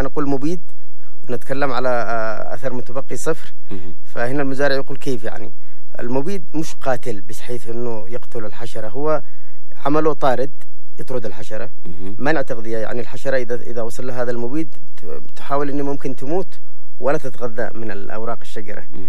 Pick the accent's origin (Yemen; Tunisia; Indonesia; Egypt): Yemen; فبطبيعتنا إحنا كيمنيين، إحنا مجتمع زراعي،